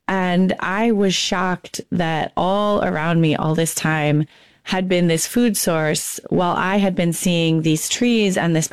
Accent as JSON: {"language": "English", "region": "Maine", "country": "United States", "tie": "born or raised there", "said": "So I grew up in Maine with two parents who were bird watchers. And we spent a lot of time traveling around the state of Maine"}